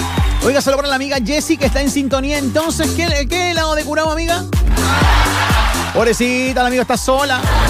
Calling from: Laguna Verde, Valparaíso, Chile; de Laguna Verde.

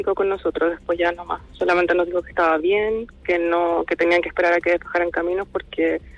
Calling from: Santiago, Santiago Metropolitan Region, Chile; yo estoy en Santiago

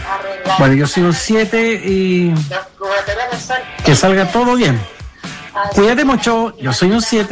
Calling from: Valparaíso, Chile; llamo de Valparaíso.

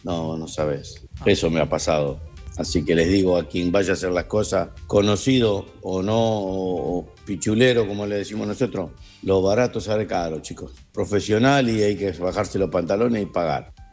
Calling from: Claypole, Buenos Aires Province, Argentina; de Claypole

